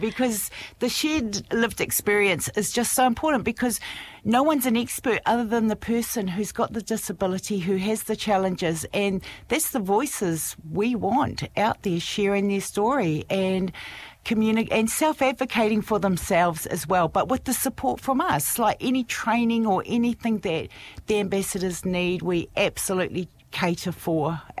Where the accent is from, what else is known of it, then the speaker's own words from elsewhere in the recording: New Zealand; accent: Kiwi; now in Mandurah, Australia; you may be able to tell from my accent, I'm from New Zealand, so I still have quite a strong Kiwi accent going